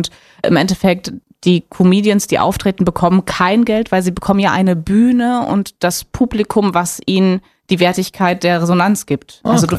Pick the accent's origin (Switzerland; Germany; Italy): Germany; Potsdam, Brandenburg; accent: Potsdam High German; Du Berlinerst, ich mach den Potsdamer Hochdeutsch.